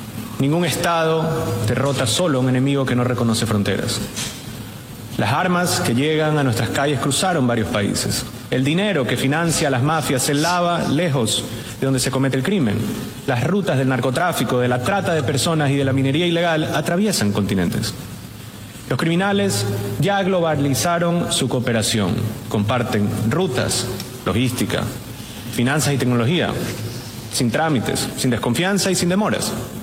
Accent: Ecuador; Hubo un tiempo en que en mi país el miedo tenía más autoridad que la ley. Lo vivieron familias que dejaron de salir de noche, comerciantes que pagaban para poder trabajar, jóvenes a quienes les ofrecían un arma antes que un diploma. Decidimos que ese no sería el destino de Ecuador

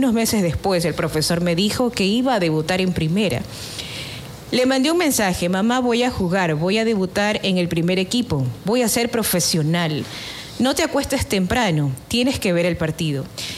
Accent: Ecuador; Soy el primer ecuatoriano en ganar una Champions, es especial.

